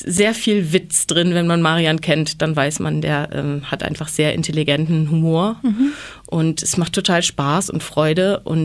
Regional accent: West Germany, Germany; born there; ich bin eben total im Westen geboren, 1987, mhm. also kurz vor der Wende.

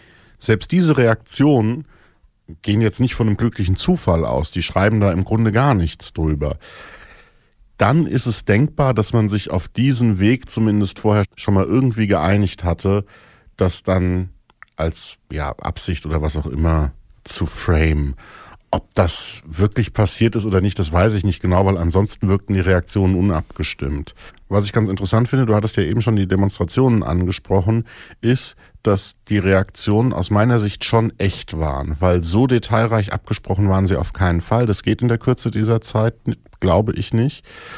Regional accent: Thuringia, Germany

